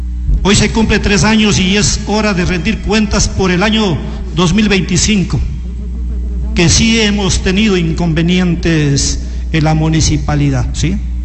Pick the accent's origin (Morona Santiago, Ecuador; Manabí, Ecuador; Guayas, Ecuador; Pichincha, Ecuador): Morona Santiago, Ecuador; Macas; born there; mi querida ciudad de Macas, de mi Macas fuente de amor y riqueza, tierra linda donde yo nací